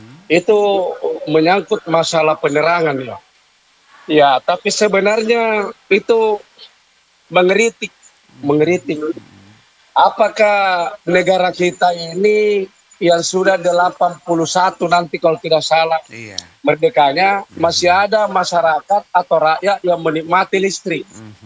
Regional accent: Makassar, South Sulawesi, Indonesia; jadi saya tidak ada kampungku. Saya di Makassar, Kak. Jadi kalau di Makassar itu alhamdulillah dulunya itu daerah terpencil. Nah, sekarang itu menjadi kota modern.

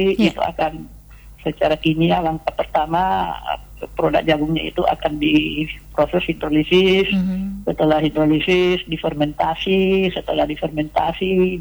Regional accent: Bone, South Sulawesi, Indonesia; Saya karena orang Bone, saya boleh menunjuk daerah saya di bawah.

